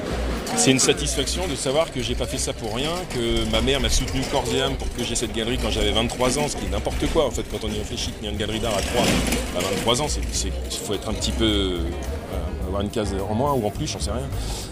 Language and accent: French; Troyes, Grand Est, France; born there; je suis né à Troyes